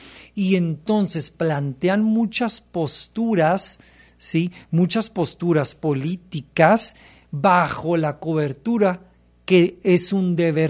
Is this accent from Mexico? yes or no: yes; Mexico; Hablo el idioma materno, mi idioma materno es el español, que es el idioma que se habla en México.